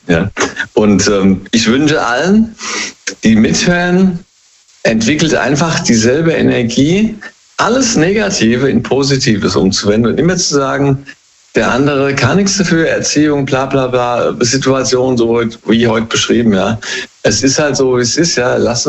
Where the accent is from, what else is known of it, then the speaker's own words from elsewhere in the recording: Hesse, Germany; Hey, aus dem Rheingau, immer noch.